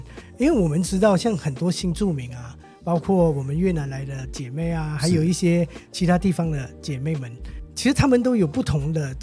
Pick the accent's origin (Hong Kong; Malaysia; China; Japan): Malaysia; now in Taiwan; 我们马来西亚人真的是比较大而化之、嗯、